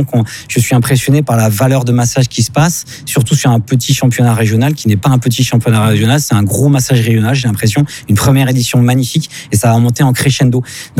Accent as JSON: {"language": "French", "region": "Provence-Alpes-Côte d'Azur", "country": "France", "said": "Moi, je suis de la Côte d'Azur, donc j'ai fait quand même 450 km pour venir les voir"}